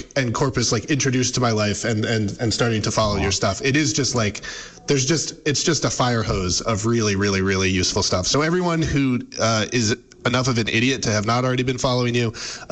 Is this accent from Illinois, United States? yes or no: yes; Chicago, Illinois, United States; I'm from Chicago. That was a big birthday part, middle school birthday party scene.